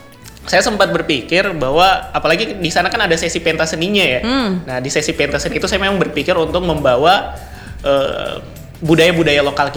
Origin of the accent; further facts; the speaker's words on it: Palu, Central Sulawesi, Indonesia; mereka tahu saya orang Palu.